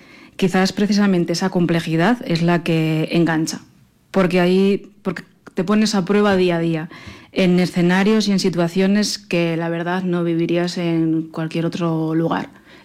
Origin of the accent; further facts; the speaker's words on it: Motilla del Palancar, Castilla-La Mancha, Spain; soy de Motilla. Motilla del Palancar.